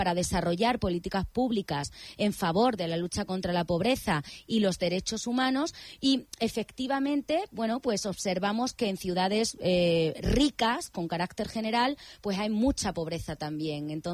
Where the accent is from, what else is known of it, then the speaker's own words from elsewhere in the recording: Spain; yo soy española